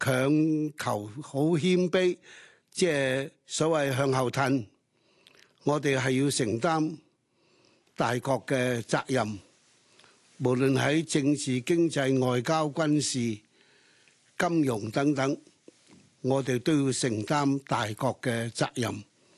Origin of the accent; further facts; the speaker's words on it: Hong Kong; 所以我作為一個香港人，一個教育工作者